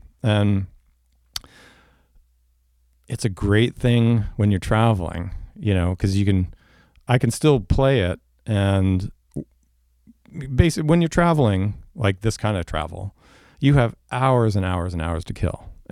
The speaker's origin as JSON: {"language": "English", "country": "Canada", "said": "That was all driving because it's Canada and we're Canadian."}